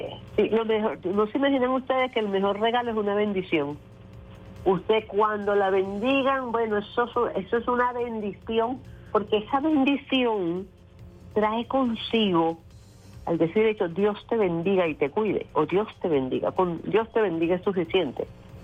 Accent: Carúpano, Sucre, Venezuela

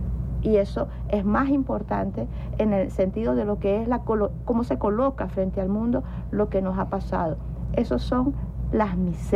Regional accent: Venezuela; como venezolanas y venezolanos, nosotros sufrimos la tragedia de Vargas en el año 99

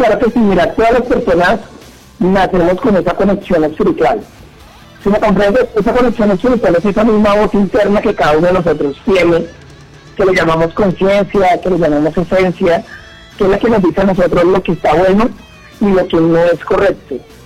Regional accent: Colombia; el sentimiento mío que soy colombiano

